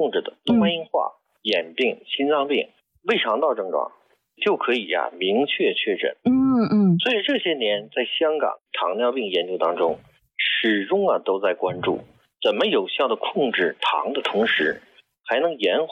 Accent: China; 但是我们中国人跟西方人的饮食差距为什么要大呢？

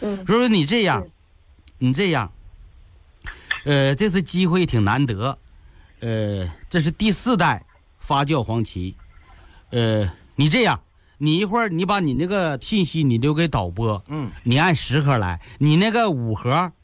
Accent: Northeast China, China; 我也是东北的，咱俩是老乡。

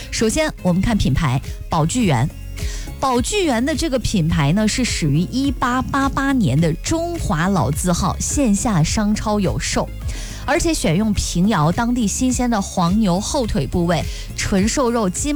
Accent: Henan, China; 咱河南人的餐桌上真的是少不了一些凉菜。

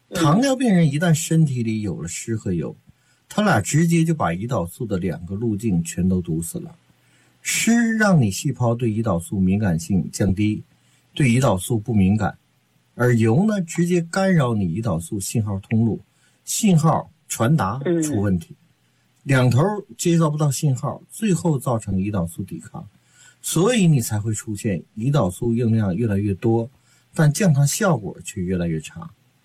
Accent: China; 我们中国人的糖啊，主要来源是什么？就是大米白面、谷物食物。

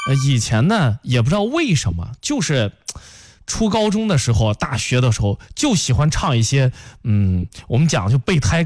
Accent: Qinyang, Henan, China; 你像我们那儿沁阳，我们那儿土话应该叫鱼焦炒啊，

